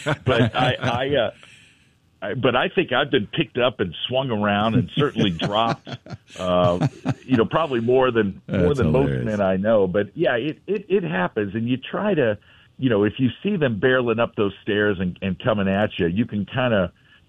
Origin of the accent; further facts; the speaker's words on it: St. Louis, Missouri, United States; the fact that I was from St. Louis